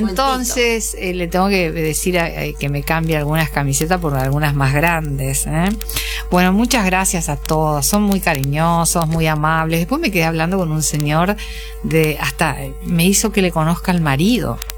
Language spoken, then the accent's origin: Spanish; Argentina; No somos ridículos los argentinos.